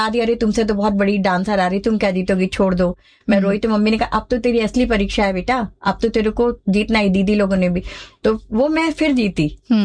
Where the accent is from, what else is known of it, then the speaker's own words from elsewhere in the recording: Rajasthan, India; पहले मैं मारवाड़ी हूँ, हमारे दादाजी नगर सेठ हुआ करते थे